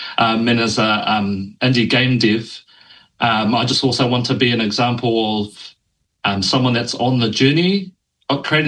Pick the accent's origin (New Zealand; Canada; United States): New Zealand; Tauranga, Bay of Plenty; moved away as an adult; also born or lived in Auckland; I'm a junior Māori indie game developer. I'm from Tauranga, but I lived in Auckland studying game design, and I've actually graduated last year.